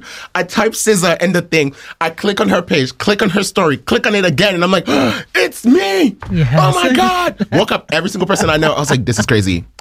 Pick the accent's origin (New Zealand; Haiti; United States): Haiti; I can understand why people could think it's controversial because, like, I'm from Haiti, and you know, and I talk to other immigrants and stuff like that.